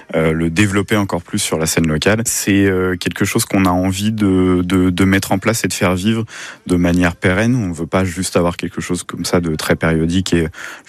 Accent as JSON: {"language": "French", "town": "Paris", "region": "Île-de-France", "country": "France", "lives_now": "Tours, France", "said": "On vient de Paris, on a déménagé, nous, sur Tours, il n'y a pas si longtemps que ça."}